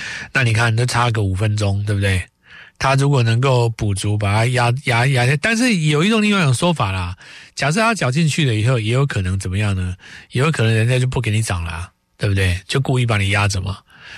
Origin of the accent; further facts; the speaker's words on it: Taiwan; 那我们台湾这边的话，